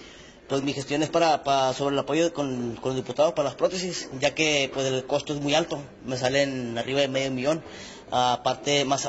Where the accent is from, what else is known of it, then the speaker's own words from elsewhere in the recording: San Felipe, Baja California, Mexico; Yo vengo del puerto de San Felipe.